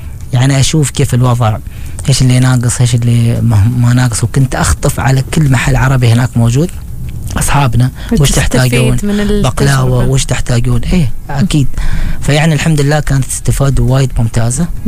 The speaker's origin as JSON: {"language": "Arabic", "country": "Oman", "said": "انت من وين؟ من عمان."}